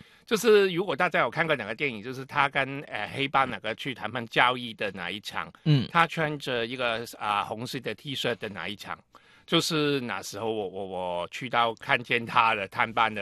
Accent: Hong Kong; accent: Cantonese-accented Mandarin; Chinese is a second language; moved away as an adult; now in Taiwan; 我是从香港过来的。就是我之前在台湾念书，后来回香港就是2年多之后就还是过来台湾了，就现在已经定居台湾。

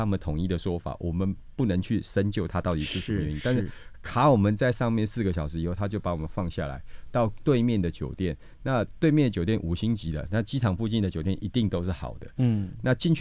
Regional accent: Taiwan; 我们台湾人讲客气嘛

